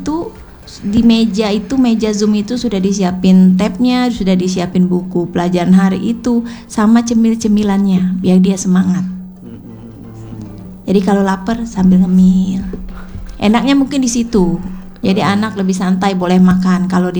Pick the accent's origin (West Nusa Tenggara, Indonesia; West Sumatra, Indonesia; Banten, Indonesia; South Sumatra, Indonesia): South Sumatra, Indonesia; Palembang; Padahal kita orang Palembang ya.